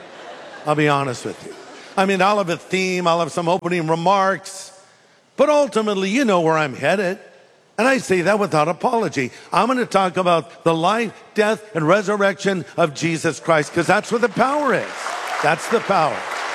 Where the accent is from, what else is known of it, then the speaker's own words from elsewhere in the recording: California, United States; I'm not. I'm from California.